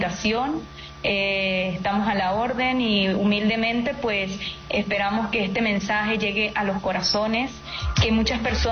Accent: Venezuela

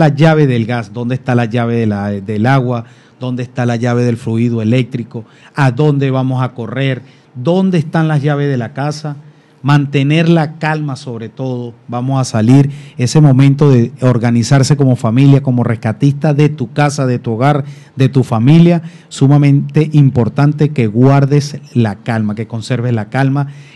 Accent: Venezuela; nosotros como venezolanos tenemos un corazón noble.

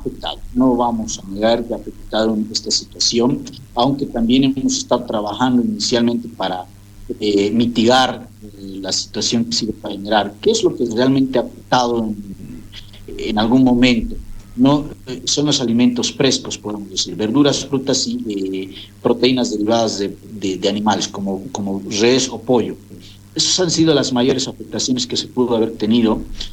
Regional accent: Bolivia; podamos resolver esto como bolivianos y bolivianas.

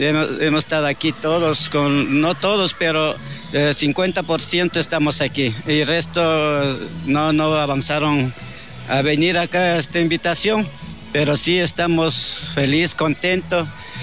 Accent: Jatungurco, Napo, Ecuador; vengo de la comunidad de Jatungurco, perteneciente a la parroquia Chonta Punta.

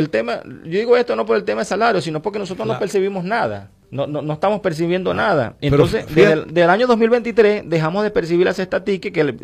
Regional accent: Venezuela; ¿O acaso que los trabajadores de Surán no somos venezolanos?

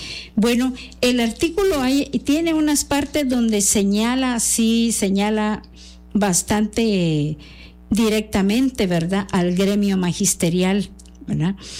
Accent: Guatemala; como guatemaltecos y guatemaltecas

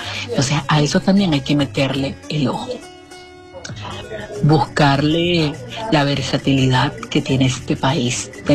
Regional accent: Apure, Venezuela; el estado Apure, mi tierra, la tierra de mis hijos

